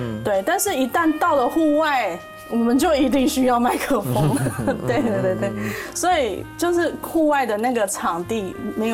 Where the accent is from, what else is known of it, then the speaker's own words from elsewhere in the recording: Taiwan; 他没看出我是台湾人，他以为我是日本人啊。